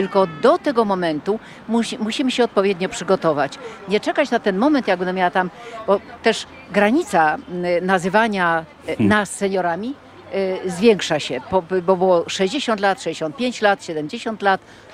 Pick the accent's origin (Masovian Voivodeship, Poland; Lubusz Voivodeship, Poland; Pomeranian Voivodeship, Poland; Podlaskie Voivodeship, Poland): Pomeranian Voivodeship, Poland; Gdańsk; jestem gdańszczanką, ale śmieję się, że ja mam taką naturę poznanianki